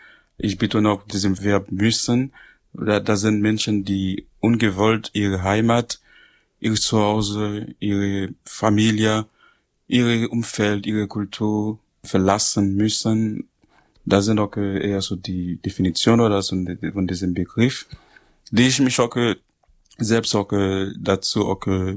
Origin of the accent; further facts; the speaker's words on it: Port-au-Prince, Ouest, Haiti; German is a second language; now in Germany; zum Beispiel Port-au-Prince, wo ich herkomme.